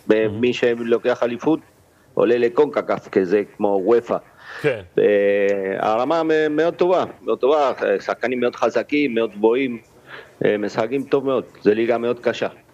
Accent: Argentina; moved away as an adult; now in Curaçao; אני ארגנטינאי. אני ארגנטינאי. ארגנטינאי, שיחקתי בארגנטינה

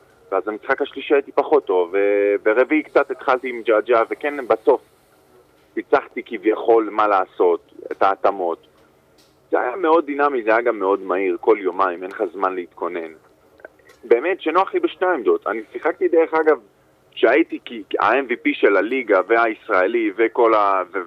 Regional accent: Ashdod, Southern District, Israel; גדלתי באשדוד

